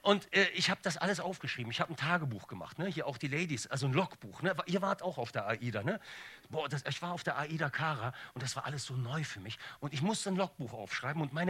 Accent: Bonn, North Rhine-Westphalia, Germany; Aber Leute, ich komme original aus dem Ghetto, aus von Tannenbusch. Bei uns gab es keine KIs, zwischendurch mal ein K.O.

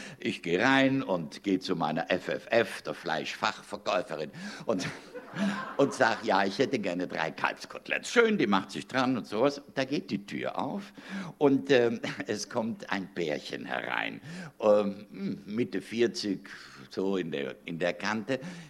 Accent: Trentino-Alto Adige, Italy

